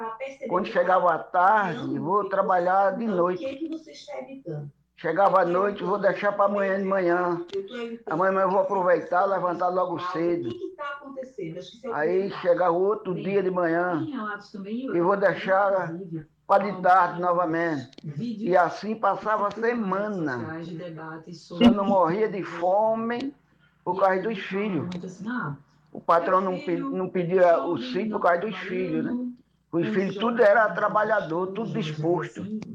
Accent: Nazaré da Mata, Pernambuco, Brazil; Anne, eu sou de Nazaré da Mata, que está falando é … motorista.

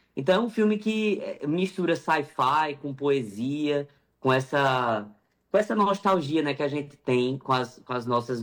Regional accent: Caruaru, Pernambuco, Brazil; Eu sou de Caruaru, né? Sou do interior de Pernambuco. E eu acho que o primeiro lampejo de … surge quando eu mudo para Recife para fazer o curso, né?

